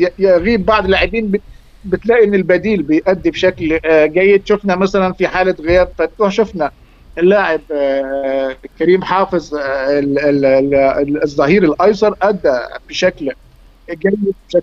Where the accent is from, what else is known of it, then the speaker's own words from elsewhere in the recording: Egypt; يعني كمصري